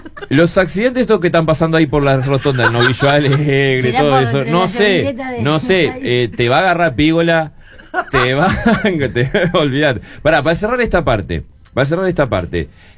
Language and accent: Spanish; Uruguay